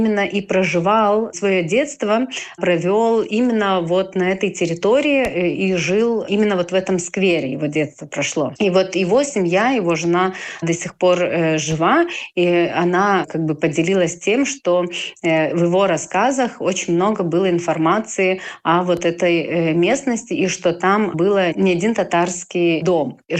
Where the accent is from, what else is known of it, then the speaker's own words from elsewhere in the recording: Nemėžis, Vilnius County, Lithuania; now in Grigiškės, Lithuania; мы являемся литовскими татарами, которых привез князь Витутас более чем 600 лет назад в Литву. И вот так же, как поселил татар в Немеже, мы сами из Немежа, Вильнюсского района